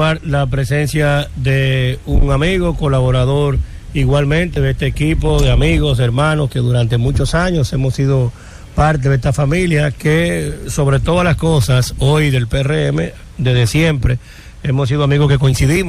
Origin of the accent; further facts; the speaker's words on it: Santo Domingo, Distrito Nacional, Dominican Republic; yo no soy nativo de esa circunscripción, sí soy nativo de la capital, pero no de esa circunscripción.